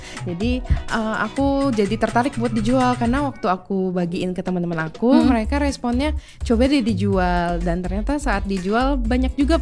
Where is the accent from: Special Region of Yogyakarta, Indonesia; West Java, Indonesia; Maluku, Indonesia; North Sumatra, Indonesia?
North Sumatra, Indonesia; Medan; Bukan, karena aku dari Medan sih, Kak.